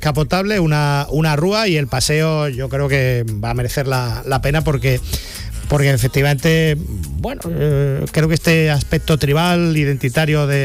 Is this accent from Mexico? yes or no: no; Spain